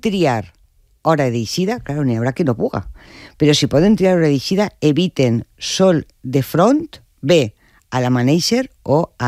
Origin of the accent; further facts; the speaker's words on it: Cuenca, Castilla-La Mancha, Spain; si jo me'n vaig cap a Madrid, perquè tinc el meu poble a Conca